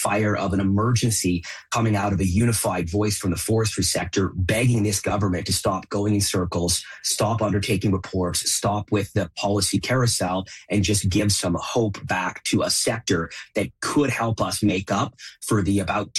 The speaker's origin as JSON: {"language": "English", "town": "Kelowna", "region": "British Columbia", "country": "Canada", "said": "Yeah, I'm from Kelowna, so the wildfire picture certainly makes sense to me as a significant cost."}